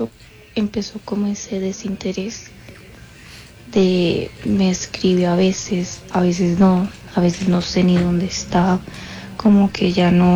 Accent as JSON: {"language": "Spanish", "town": "Valledupar", "region": "Cesar", "country": "Colombia", "said": "Yo soy de Valledupar y yo lo conocí en una licorería, ¿sí?"}